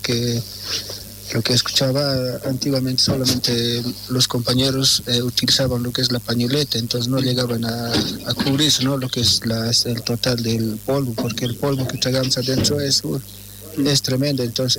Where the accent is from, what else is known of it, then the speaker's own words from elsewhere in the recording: Uncía, Potosí, Bolivia; soy de aquí de Uncía.